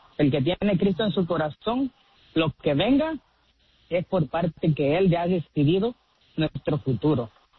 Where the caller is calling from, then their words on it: Nashville, Tennessee, United States; De aquí, de Nashville, Tennessee.